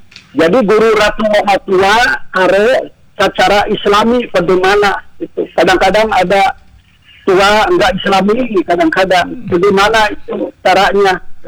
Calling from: Subang, West Java, Indonesia; Sama saya dari Subang.

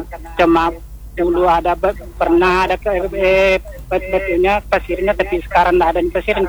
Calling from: Ponre District, Bone, South Sulawesi, Indonesia

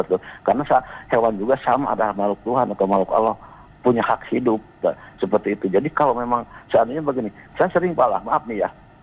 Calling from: Bandung, West Java, Indonesia; Saya dari Bandung Timur ya.

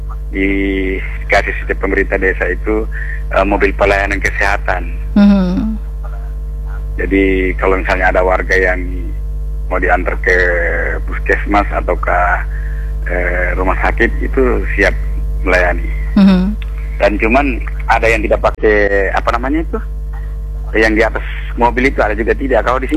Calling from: Pinrang, South Sulawesi, Indonesia; di daerah saya ini, Windrang ini

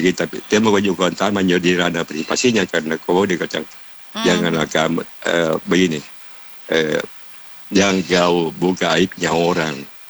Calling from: Makassar, South Sulawesi, Indonesia; Walaupun saya ini orang Makassar

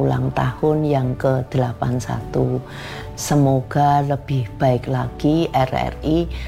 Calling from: Yogyakarta, Special Region of Yogyakarta, Indonesia; Kami sebagai warga Yogyakarta

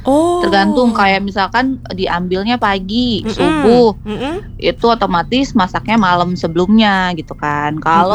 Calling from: Baleendah, West Java, Indonesia; Aku dari Bale Endah.

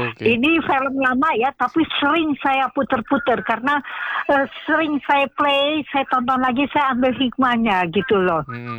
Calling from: Cirebon, West Java, Indonesia; saya sekarang posisi ada di Kota Udang.

